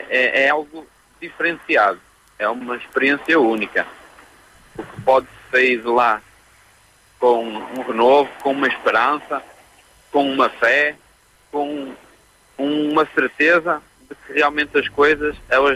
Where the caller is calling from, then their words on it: Porto, Norte, Portugal; Eu estou falando do Porto.